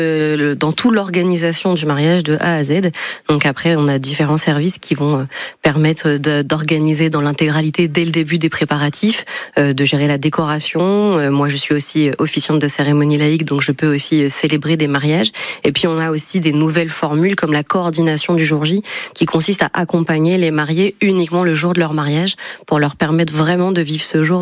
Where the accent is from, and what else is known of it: France